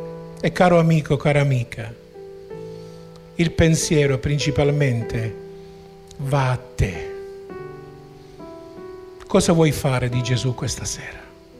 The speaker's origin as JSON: {"language": "Italian", "town": "Niscemi", "region": "Sicily", "country": "Italy", "tie": "born or raised there"}